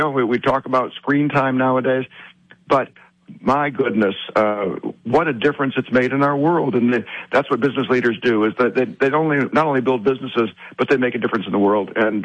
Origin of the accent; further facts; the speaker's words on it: Grand Rapids, Michigan, United States; the idea that he would be in my hometown